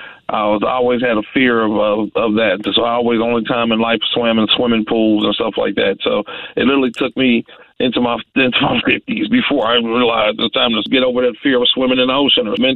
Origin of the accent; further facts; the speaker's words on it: New York, United States; I grew up in New York, so I definitely was near water the whole time.